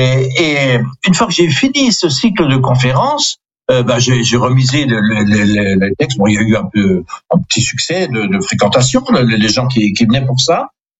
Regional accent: Grand Est, France; first language Alsatian; French is a second language; moved away as an adult; also born or lived in Romania; now in Rome, Italy; l'Alsace me manque, figurez-vous, et ma langue maternelle alsacien, que je peux parler avec personne à Rome, ou presque

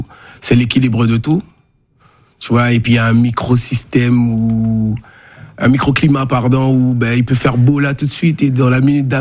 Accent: French Guiana; born there

